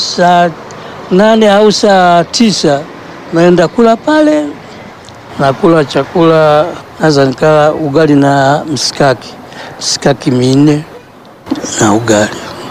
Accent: Mvumi, Dodoma, Tanzania; born there; Mimi nimezaliwa Mvumi. Sawa, so, mwaka 1948.

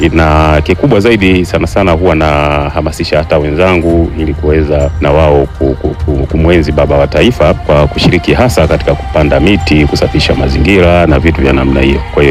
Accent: Ruvuma, Tanzania; natokea mkoa wa Ruvuma, kata ya Bomba Mbili.

